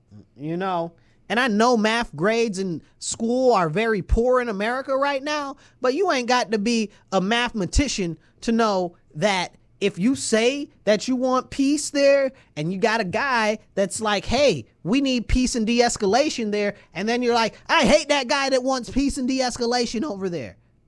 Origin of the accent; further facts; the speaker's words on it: United States; I'm an American-only person.